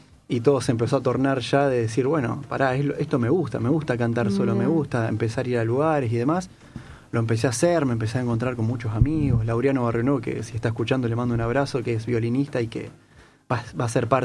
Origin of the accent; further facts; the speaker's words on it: Capitán Bermúdez, Santa Fe, Argentina; mi ciudad donde yo me crié, que es Capitán Bermúdez.